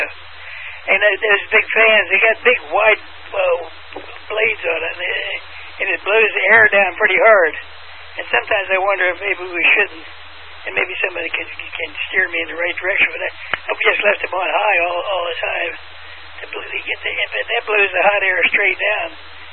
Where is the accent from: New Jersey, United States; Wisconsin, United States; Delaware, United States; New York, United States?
Delaware, United States; Newark; When I grew up in Newark, Delaware, we had a 5 and 10 store as well.